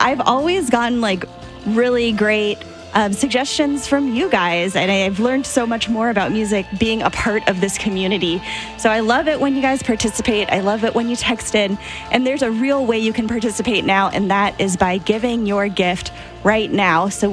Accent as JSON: {"language": "English", "town": "Everett", "region": "Washington", "country": "United States", "tie": "born or raised there", "said": "Everett, my hometown"}